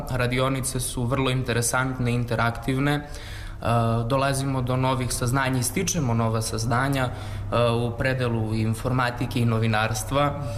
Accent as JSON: {"language": "Serbian", "town": "Vranje", "region": "Southern and Eastern Serbia", "country": "Serbia", "said": "dolazim iz Vranja, učenik sam drugog razreda gimnazije Bora Stanković, Vranje."}